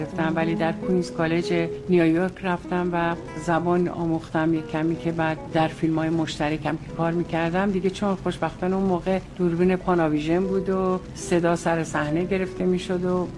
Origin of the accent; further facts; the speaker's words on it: Iran; منم در مملکت خودم در وطن خودم موندم